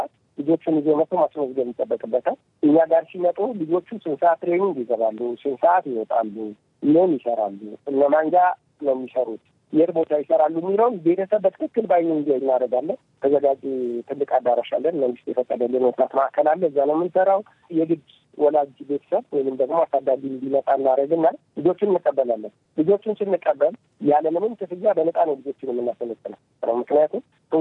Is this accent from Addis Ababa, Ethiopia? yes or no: no; Dessie, Amhara, Ethiopia; እኔ ተወልጄ ያደግኩት ፎቶ ስቱዲዮን አካባቢ ነው